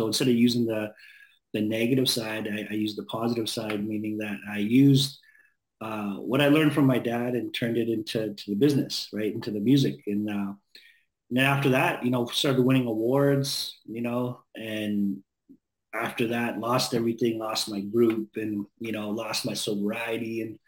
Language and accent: English; Vancouver, British Columbia, Canada; moved away; also born or lived in Penticton; Oh, so I went from East Vancouver. You know, I grew up in East Van there where it was sort of rocky.